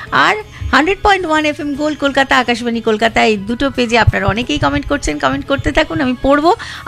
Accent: Kolkata, West Bengal, India; আমি কলকাতার লোক

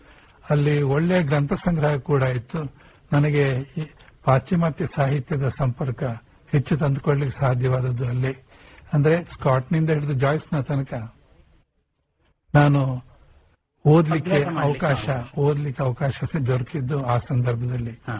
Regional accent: Udupi, Karnataka, India; now in Mumbai, India; ಆದರೂ ನನ್ನ ಬಾಲ್ಯ ದಕ್ಷಿಣ ಕನ್ನಡದಲ್ಲಿ. ನಾನು ಹುಟ್ಟಿದ್ದು ಉಡುಪಿಯಲ್ಲಿ ಸಂಪ್ರದಾಯಸ್ಥ ಕುಟುಂಬದಲ್ಲಿ.

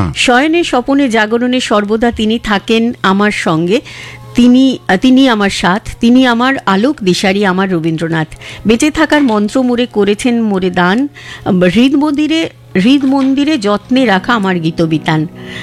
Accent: Jamshedpur, Jharkhand, India; moved away; জামশেদপুরে আমি যেখানে বড় হয়েছি

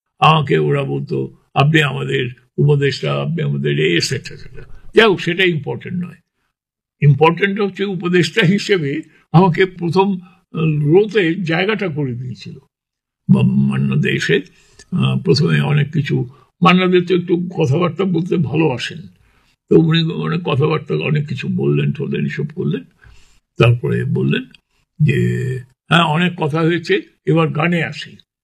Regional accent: India; তো তখন আমি ইন্ডিয়ান ছাত্র, মানে সানন্দে সাগ্রহে সই করলাম তাড়াতাড়ি করে

